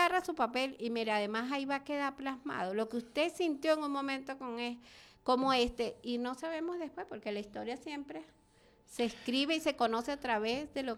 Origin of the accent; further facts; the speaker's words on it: Venezuela; Recuérdense quiénes somos, cómo somos los venezolanos, los de aquí, los de allá, los de todos lados.